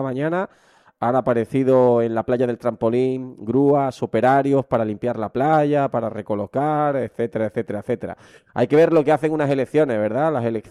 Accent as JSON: {"language": "Spanish", "region": "Andalusia", "country": "Spain", "said": "yo que soy del condado de Huelva"}